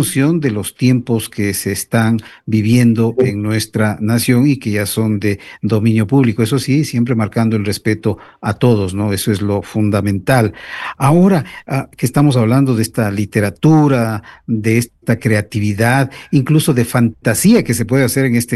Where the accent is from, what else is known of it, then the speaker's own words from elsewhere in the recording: Ecuador; así somos los ecuatorianos